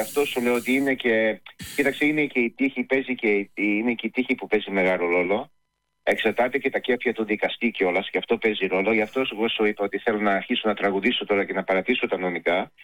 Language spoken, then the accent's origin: Greek; Australia; Ναι, γιατί εγώ είμαι από την Αυστραλία και εγώ ξέρω τα δεδομένα.